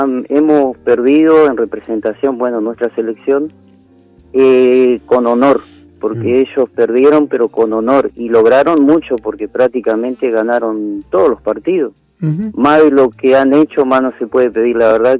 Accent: Argentina

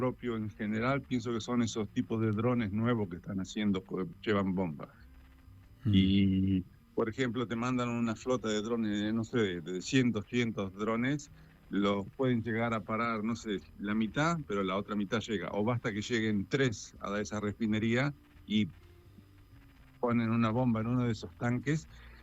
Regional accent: San Gregorio, Santa Fe, Argentina; now in Europe; cuando vivía en el pueblito donde nací, en San Gregorio, en la provincia de Santa Fe.

